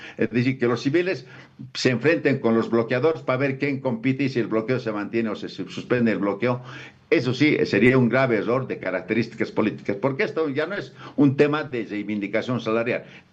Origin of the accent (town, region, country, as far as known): Bolivia